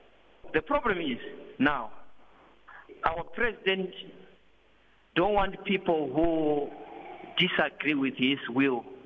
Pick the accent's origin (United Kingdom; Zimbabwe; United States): Zimbabwe; moved away as an adult; now in South Africa; I am a politician from Zimbabwe. I've been in politics for a long time ago, but I came here in South Africa 2017 after military coup, and I was staying here with my family.